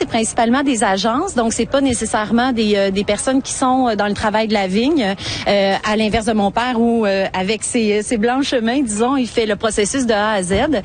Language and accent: French; Quebec, Canada; On est Québécois, mais il s'est établi à temps partiel en France